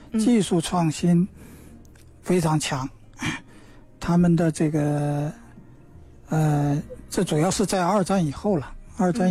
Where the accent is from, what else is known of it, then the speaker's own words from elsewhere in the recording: China; 我们中国人的语境经常是说科技科技啊